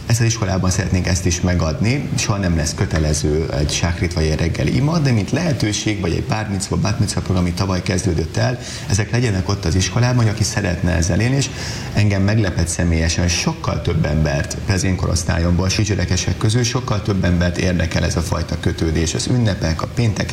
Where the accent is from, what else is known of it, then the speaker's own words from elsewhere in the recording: Hungary; born there; És nekünk zsidóként ezt adtuk nekik elmondani, hogy az ott élő emberek azért a testvéreink, tehát az, hogy én nem Jeruzsálembe születtem, az a nagypapámnak egy személyes döntése, hogy nem aliázott, vagy itt maradt